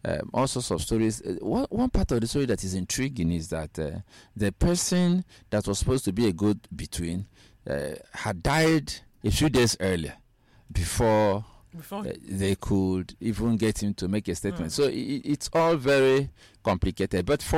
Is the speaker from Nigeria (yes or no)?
yes; Nigeria; I think I'm struggling to get used to being a Nigerian.